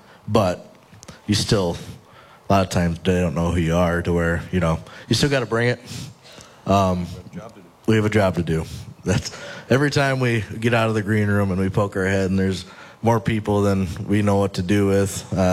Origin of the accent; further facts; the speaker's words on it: South Dakota, United States; I'm from South Dakota, the prairie